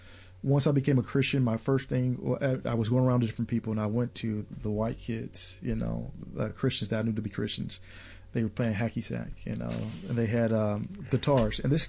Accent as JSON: {"language": "English", "town": "St. Louis", "region": "Missouri", "country": "United States", "tie": "born or raised there", "said": "You know, so I grew up in North St. Louis, and one of those towns where it was an old German town called Baden, you know."}